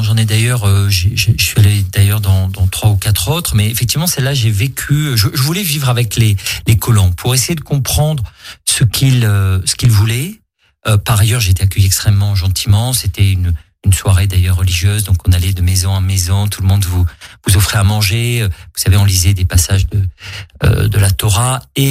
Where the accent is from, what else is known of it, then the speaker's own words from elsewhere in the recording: France; je suis français aussi.